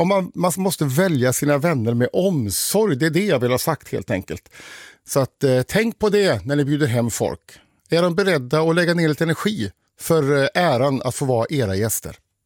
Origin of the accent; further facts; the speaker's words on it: Ulricehamn, Västra Götaland County, Sweden; born there; moved away as an adult; also born or lived in Uddevalla, Bohuslän; now in Västernorrland, Sweden; inte ifrån Västernorrland från början, så jag har ju lite ställen söderöver som jag gärna åker till. Västergötland, Ulricehamnstrakten, det är mina första 11 år, och sen så har vi Uddevalla, Bohuslän som var resterande ungdom.